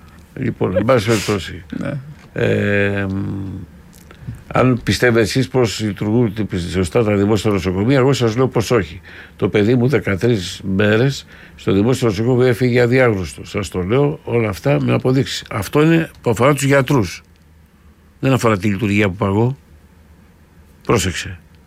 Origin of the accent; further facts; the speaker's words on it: Patras, Western Greece, Greece; γιατί επαρχιώτης είμαι εγώ, από την Πάτρα.